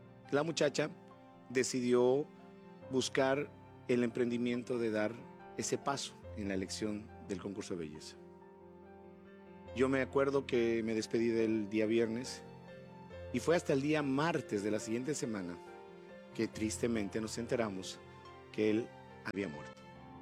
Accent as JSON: {"language": "Spanish", "country": "Bolivia"}